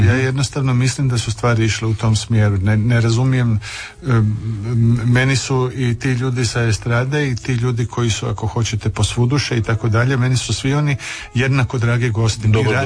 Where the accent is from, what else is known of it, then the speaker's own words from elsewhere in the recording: Croatia; ja dolazim iz Hrvatske.